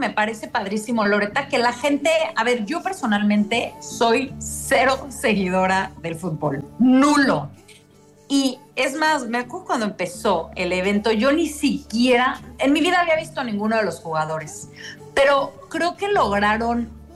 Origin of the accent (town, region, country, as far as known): Mexico